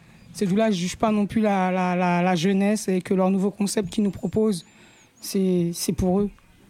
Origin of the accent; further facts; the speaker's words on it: Paris, Île-de-France, France; also born or lived in Brittany; Moi, je suis une rappeuse de la région parisienne. Je ne vais pas parler 93, 95 ou quoi. Moi, je suis de Paname. J'ai déménagé pendant 10 ans, j'étais en Bretagne.